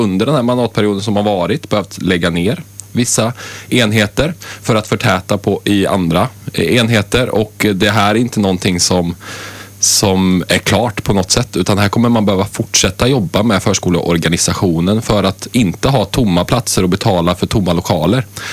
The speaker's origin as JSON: {"language": "Swedish", "town": "Brålanda", "region": "Västra Götaland County", "country": "Sweden", "tie": "born there", "said": "Jag är själv uppvuxen i Brålanda under mina senare levnadsår, eller mellan 9 och 18 år, och jag vet vilka utmaningar det är att bo på landsbygden."}